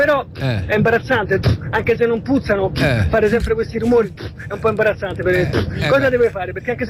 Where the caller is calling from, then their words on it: Pomezia, Lazio, Italy; da Pomezia